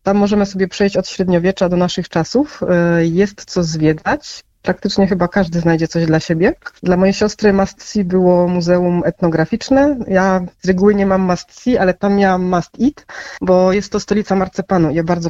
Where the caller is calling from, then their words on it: southern Poland, Poland; bo jestem właśnie z południa Polski.